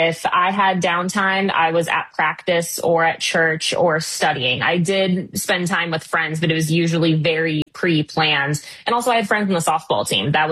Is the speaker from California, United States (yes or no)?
yes; Hermosa Beach, California, United States; I'm from Hermosa Beach, California, which is just outside Los Angeles, and I'm an only child.